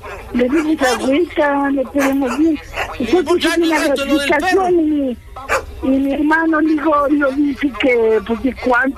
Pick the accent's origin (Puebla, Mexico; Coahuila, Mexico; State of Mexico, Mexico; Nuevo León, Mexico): Puebla, Mexico; Somos de allá de mi casa, del estado de Puebla.